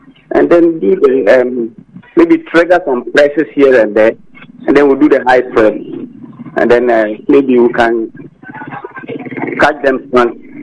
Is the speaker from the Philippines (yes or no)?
no; Ghana; as a Ghanaian